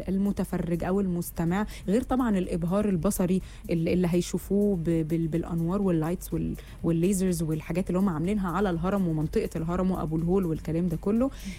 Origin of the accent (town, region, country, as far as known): Egypt